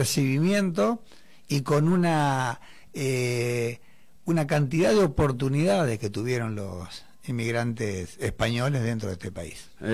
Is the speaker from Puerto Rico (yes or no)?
no; Argentina; Si bien tengo mis ancestros españoles, sigo siendo argentino.